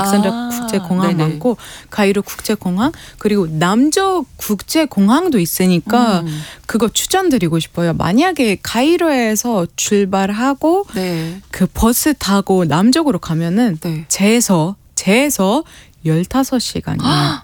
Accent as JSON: {"language": "Korean", "town": "Alexandria", "region": "Alexandria Governorate", "country": "Egypt", "tie": "born or raised there", "moved": "yes"}